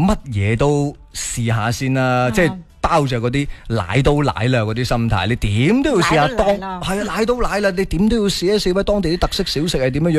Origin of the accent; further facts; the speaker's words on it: Foshan, Guangdong, China; 我话我系佛山嘅、嗯。哦，嗱，我咧就喺佛山工作嘅，我系福建人嚟嘅